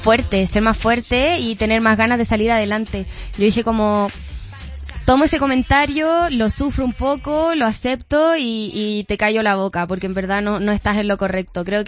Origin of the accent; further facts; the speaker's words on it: Chile; Luego está hacer el Estadio Nacional de mi país, que eso es algo que quiero mucho lograr.